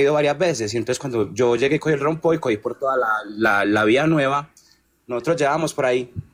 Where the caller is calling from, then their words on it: Medellín, Antioquia, Colombia; Yo soy de Medellín.